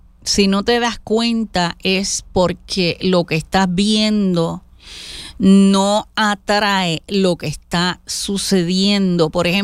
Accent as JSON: {"language": "Spanish", "country": "Puerto Rico", "said": "mi tierra de Puerto Rico"}